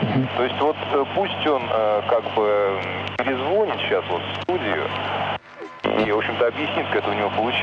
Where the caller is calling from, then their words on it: Volgograd, Volgograd Oblast, Russia; Я, значит, из Волгограда, вот, нас тут подключили